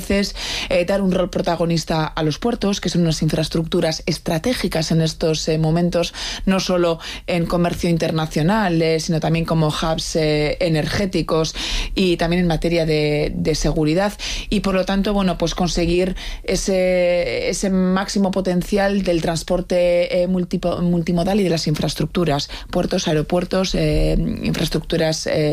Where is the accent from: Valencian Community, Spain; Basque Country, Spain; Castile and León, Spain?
Basque Country, Spain; Bilbao; y yo que soy de Bilbao, pues ayer mismo también en el Arenal, una zona muy muy céntrica